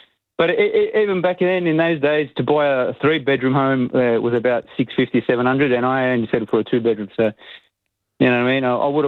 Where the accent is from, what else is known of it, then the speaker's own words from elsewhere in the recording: Melbourne, Victoria, Australia; I grew up in Port Melbourne.